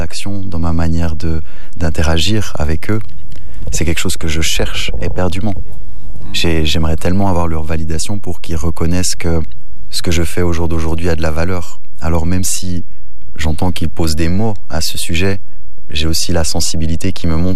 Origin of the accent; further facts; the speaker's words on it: Switzerland; born there; je suis né en Suisse. Ma famille sont quasiment tous des entrepreneurs suisses